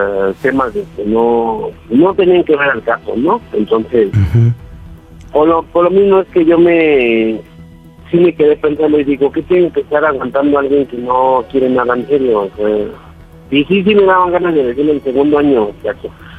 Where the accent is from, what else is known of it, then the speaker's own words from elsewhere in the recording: Mexico City, Mexico; 33 años, de la Ciudad de México.